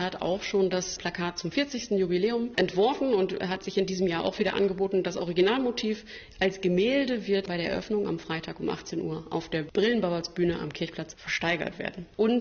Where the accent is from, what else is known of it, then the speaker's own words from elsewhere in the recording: Jever, Lower Saxony, Germany; Ja, ich bin ja gebürtige Jeferanerin, deswegen ist für mich das Altstadtfest natürlich wie für die meisten anderen, die hier geboren und aufgewachsen sind, einfach die Party des Jahres.